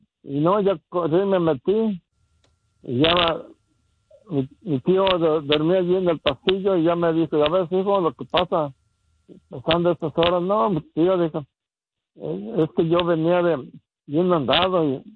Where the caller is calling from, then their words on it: Tala, Jalisco, Mexico; yo soy de Huizquilco, municipio de Tala, Jalisco.